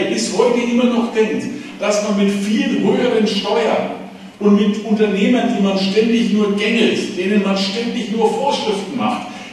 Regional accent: Saxony, Germany; aber ich bin aus Sachsen, ich hoffe, das ist okay.

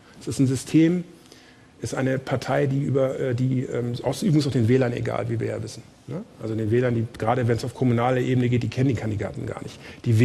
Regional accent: Hamburg, Germany; der dann in meiner Heimatstadt Hamburg eine Rede halten darf

